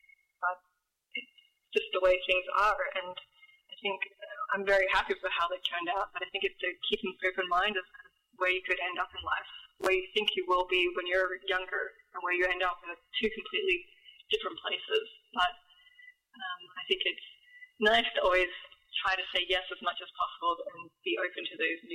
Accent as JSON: {"language": "English", "region": "Western Australia", "country": "Australia", "tie": "born or raised there", "also_born_or_lived": "Netherlands / Melbourne", "moved": "yes", "said": "growing up in Paris, and at the time I did, it was mainly just the basics of getting through school and trying to work out where I was going to fit in life."}